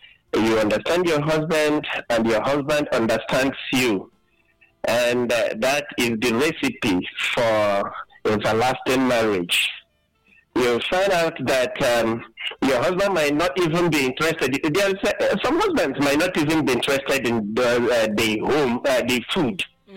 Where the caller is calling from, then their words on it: Akeze, Ebonyi, Nigeria; I'm calling you from Akeze, Ebonyi State.